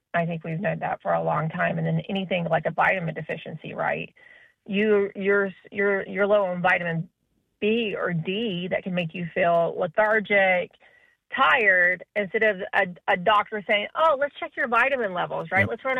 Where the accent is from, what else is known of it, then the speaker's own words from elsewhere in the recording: Virginia, United States; I'm from Southwest Virginia